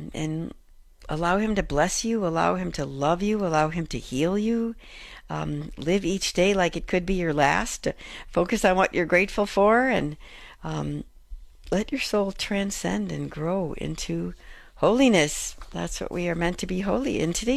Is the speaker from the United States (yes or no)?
yes; Chicago, Illinois, United States; And I grew up in the Chicago area, second oldest of 9 children.